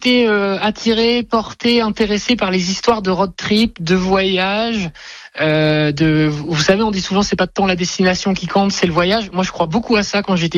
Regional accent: Metz, Grand Est, France; moi je suis de Metz

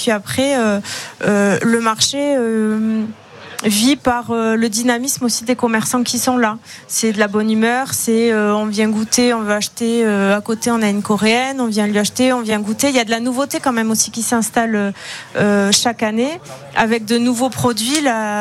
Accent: Nouvelle-Aquitaine, France; now in Tarbes, France; je suis originaire du Pays Basque

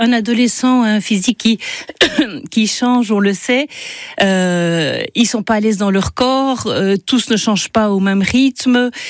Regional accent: Belgium; Alors, comme je vous l'ai dit, je suis belge, il faut me mettre les sous-titres pour Parcoursup.

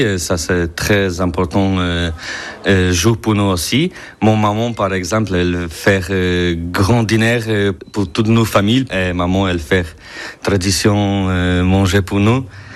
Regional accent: Poland; French is a second language; moved away as an adult; now in Poitiers, France; Je suis Polonais, j'arrive à Poitiers à dernière année, à juin.

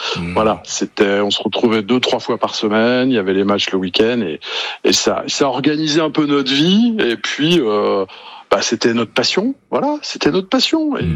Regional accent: Les Herbiers, Pays de la Loire, France; also born or lived in Cholet; Alors, moi, je suis né aux Herbiers. Enfin bon, je suis pas né aux Herbiers, je suis né à Cholet. Mais quand on habitait les Herbiers, on était à Cholet.

